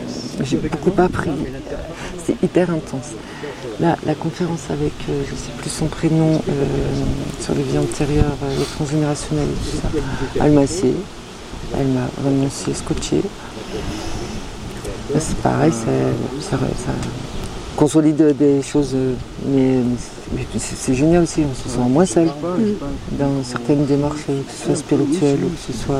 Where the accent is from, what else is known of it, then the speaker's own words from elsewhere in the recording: Vernoux-en-Vivarais, Auvergne-Rhône-Alpes, France; donc moi je viens du côté de Vernon-en-Vivarais.